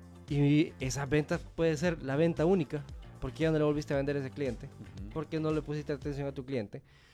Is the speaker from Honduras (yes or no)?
yes; Honduras; Si ya nos conocemos como somos los hondureños.